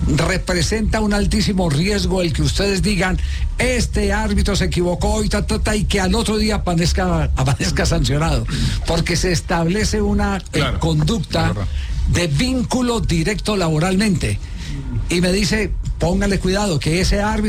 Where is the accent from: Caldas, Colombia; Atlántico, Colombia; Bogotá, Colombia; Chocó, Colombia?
Caldas, Colombia